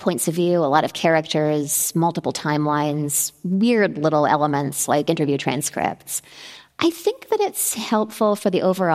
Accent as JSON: {"language": "English", "country": "Canada", "said": "I feel I'm Canadian."}